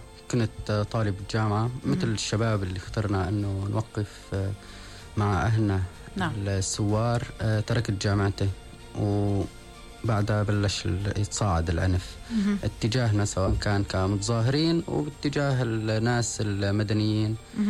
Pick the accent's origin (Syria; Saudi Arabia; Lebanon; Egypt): Syria; نحن كسوريين